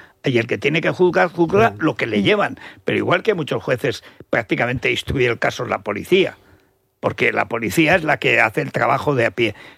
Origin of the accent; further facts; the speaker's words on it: Aragon, Spain; como aragonés soy muy cabezón